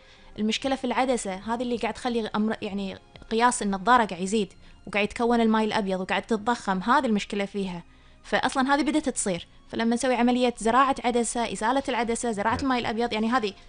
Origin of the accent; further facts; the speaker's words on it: Kuwait; عندنا بالكويت